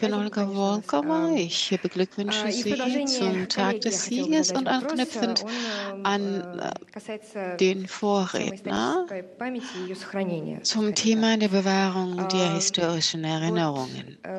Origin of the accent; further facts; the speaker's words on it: Saint Petersburg, Russia; Ich stamme aus St. Petersburg und das ist die kulturelle Hauptstadt Russlands